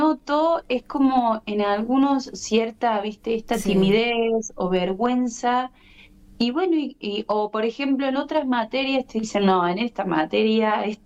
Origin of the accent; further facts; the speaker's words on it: Córdoba, Argentina; now in Río Cuarto, Argentina; somos de Córdoba.